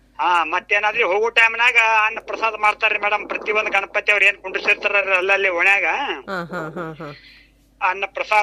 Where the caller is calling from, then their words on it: Vijayapura, Karnataka, India; ನಾವು ವಿಜಯಪುರದಿಂದ